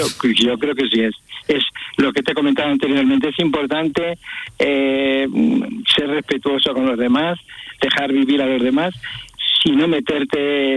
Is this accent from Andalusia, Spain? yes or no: yes; Iznatoraf, Andalusia, Spain; born there; also born or lived in Madrid / London / Netherlands; Primero nací en Iznatoraf, o Toraf